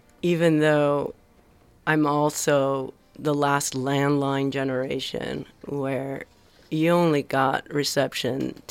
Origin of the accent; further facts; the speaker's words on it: Argentina; moved away; You know, I'm from Argentina.